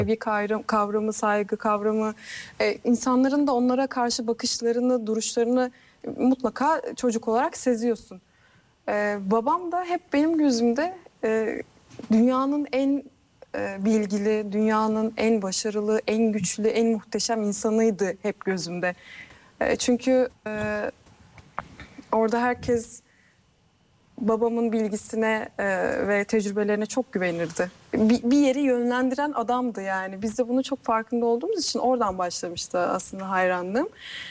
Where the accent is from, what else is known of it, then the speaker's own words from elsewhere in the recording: Turhal, Tokat, Turkey; also born or lived in Mersin; Mersin doğumluyum ama benim çocukluğum ilkokuldan ortaokula kadar Tokat'ın Turhal ilçesinde geçti.